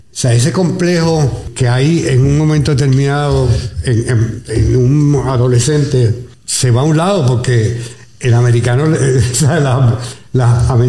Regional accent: Panama; born there; Sí, porque nací en Panamá, porque mi papá estaba en el ejército de Estados Unidos, en la base del canal.

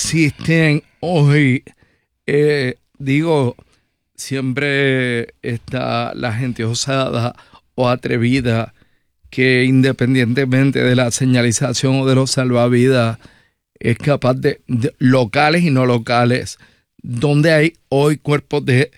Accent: Santurce, San Juan, Puerto Rico; yo soy de Santurce, yo he vivido toda mi vida frente a esa costa

